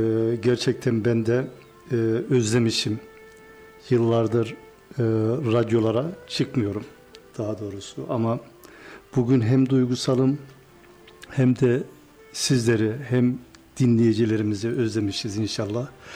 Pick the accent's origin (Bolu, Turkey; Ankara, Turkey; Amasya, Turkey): Amasya, Turkey; Aslında ben Amasyalıyım. Amasya Büyükahmet Lisesi'nde hafızlığımı yaptım.